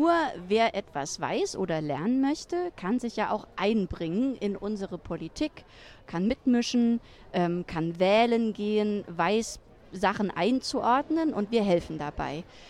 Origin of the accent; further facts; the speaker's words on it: Germany; born there; Ich fühle mich gar nicht als Deutsche, sondern eben als Europäerin. Ich finde, wir haben großes Glück, hier geboren worden zu sein.